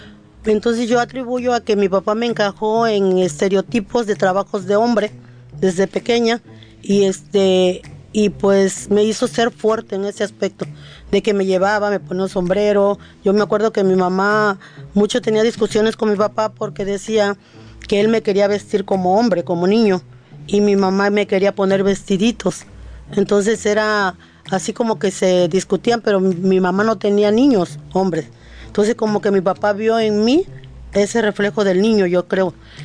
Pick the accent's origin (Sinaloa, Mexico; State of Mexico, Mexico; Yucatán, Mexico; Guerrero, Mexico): Guerrero, Mexico; Tecpan de Galeana; now in Coyuca, Mexico; yo soy de la colonia 20 de noviembre, de un pueblo de una localidad de Tecpan de Galeana, Guerrero. Mi infancia fue allá, ya nací, ahí dejé mi ombligo, ahora sí como popularmente se dice, enterrado.